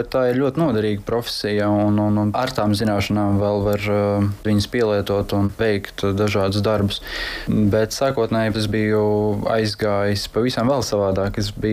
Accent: Ērgļi, Vidzeme, Latvia; moved away; also born or lived in Ogre; es esmu ne rīdzinieks, bet laucinieks, es esmu no Madonas novada Ērgļiem nācis

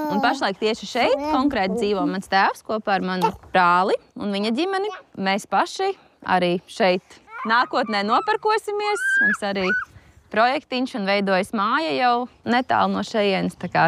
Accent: Koknese, Vidzeme, Latvia; also born or lived in Riga; Esmu dzimusi Rīgā, bet pirmajā dzīves gadā pārvācos uz šejieni, šīm pašām mājām, kur šobrīd esam Koknesē. Te arī uzaugu.

